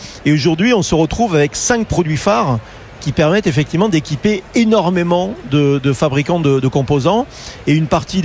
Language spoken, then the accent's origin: French; France; Non, honnêtement, c'est pas parce que je suis français que je le dis, mais les ingénieurs français sont franchement parmi les meilleurs au monde.